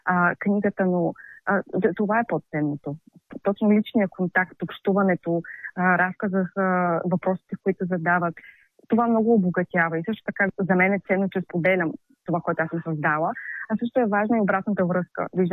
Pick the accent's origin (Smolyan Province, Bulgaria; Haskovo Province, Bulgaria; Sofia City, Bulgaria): Haskovo Province, Bulgaria; Haskovo; аз съм родом от Хасково.